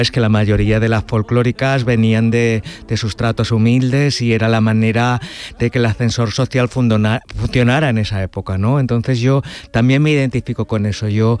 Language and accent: Spanish; Talavera de la Reina, Castilla-La Mancha, Spain; also born or lived in Madrid; yo siempre quise ser andaluz, soy de Castilla-La Mancha, Talavera de la Reina, pero tengo casa en Torremolinos, entonces voy y vengo mucho.